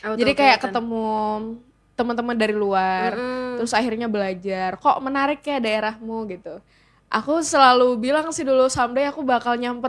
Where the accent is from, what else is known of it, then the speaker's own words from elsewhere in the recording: West Sumatra, Indonesia; also born or lived in Bengkulu / Riau; Karena aku aslinya Minangkabau.